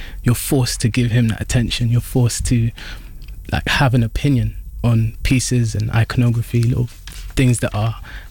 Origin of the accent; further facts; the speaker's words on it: United Kingdom; Being British for me is like you're part of such a large melting pot